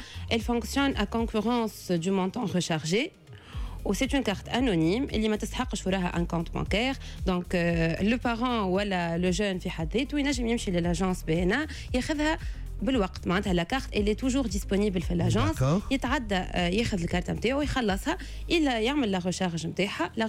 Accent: Tunisia

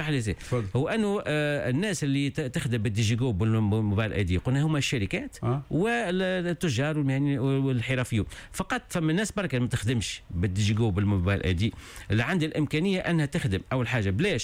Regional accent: Tunisia; الخبره عندنا في تونس هنا موجوده

